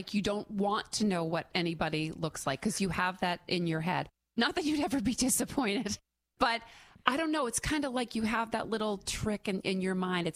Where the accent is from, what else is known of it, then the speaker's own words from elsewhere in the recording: Stoneham, Massachusetts, United States; I grew up in Stoneham.